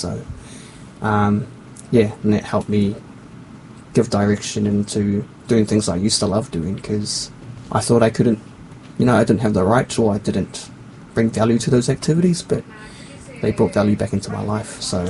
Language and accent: English; New Zealand; I'm a Paralympian from New Zealand